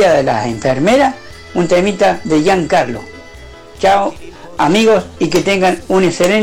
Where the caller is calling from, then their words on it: La Puerta, Córdoba, Argentina; Yo vivo en la provincia de Córdoba, lógico. Epa. Yo vivo aquí en La Puerta.